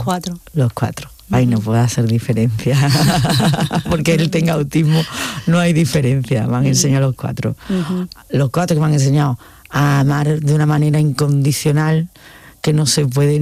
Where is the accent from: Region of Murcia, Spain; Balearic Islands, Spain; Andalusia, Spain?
Andalusia, Spain; Seville; moved away as an adult; also born or lived in Barcelona; ahora acabamos de venir a vivir a Sevilla en noviembre del año pasado, he vuelto a mi tierra otra vez, después de vivir 21 años en Barcelona